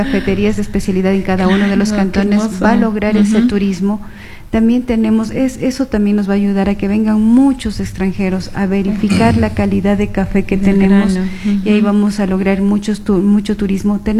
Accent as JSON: {"language": "Spanish", "town": "Sozoranga", "region": "Loja", "country": "Ecuador", "said": "En mi tierra, en Sosoranga, el bosque del Ceibal es precioso."}